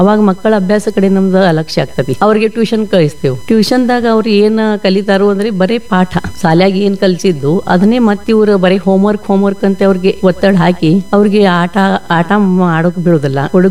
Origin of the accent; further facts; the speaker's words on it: Sangli, Maharashtra, India; Kannada is a second language; moved away as an adult; also born or lived in Nashik / Pune; now in Belagavi, India; ಯಾಕಂದ್ರೆ ನಾವು ಮಹಾರಾಷ್ಟ್ರದಾಗ ಬೆಳೆದವ್ರು ಎಲ್ಲರು. ನನ್ನ ಹುಟ್ಟು ನಾಸಿಕ್ ಊರು. ನಾಸಿಕ್ದಿಂದ ನಾವು ಪುಣಾಯಿನ ಮಾಡಿ ಸಾಂಗ್ಲಿ, ನಂದ ಎಜುಕೇಶನ್ ಅಲ್ಲಿ ಶುರು ಆಗಿದ್ದು.